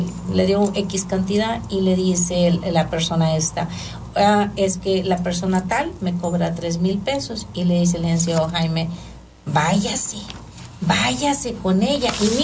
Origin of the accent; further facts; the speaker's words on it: Agujita, Coahuila, Mexico; moved away as an adult; also born or lived in Saltillo; Ustedes, pues, gracias a Dios, eran de la capital del estado, pero pues yo no, yo sí tuve que emigrar de Agujita, tuve que emigrar a Saltillo para poder estudiar mis 5 años en la universidad.